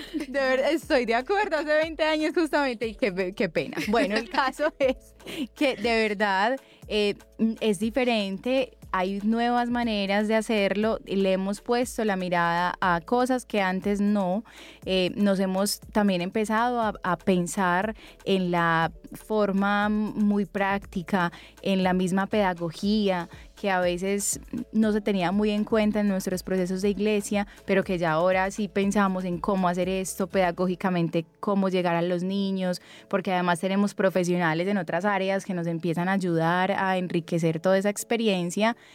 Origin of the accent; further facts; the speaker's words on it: Antioquia, Colombia; somos paisas y somos querendones